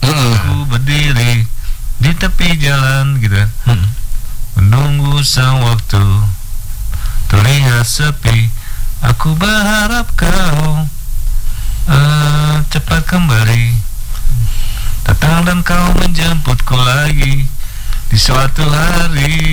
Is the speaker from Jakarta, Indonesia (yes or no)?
yes; Jakarta, Indonesia; born there; Gue sih emang orang Jawa, bapak ibu gue Jawa. Ibu Solo, bapak Jember. Cuma gue lahir di Jakarta, jadi Betawi, jadi Betokau ya.